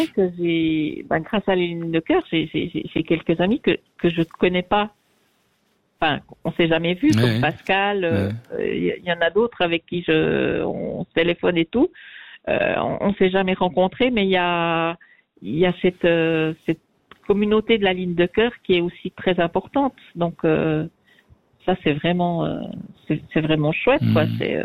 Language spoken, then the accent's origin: French; Switzerland; moved away as an adult; ben quand je suis partie de Suisse il y a 3 ans